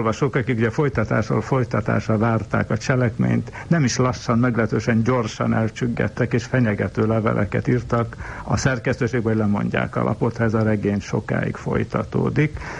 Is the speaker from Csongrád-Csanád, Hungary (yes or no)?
no; Budapest, Hungary; egy gyárutcai ablak, mai Jókai utcai, ott születtem, a 6. kerület, onnan szivárogtam át, aztán tulajdonképpen jóval később csak a Tisza-Kálmán térre. De még előtte Kőbánya is volt.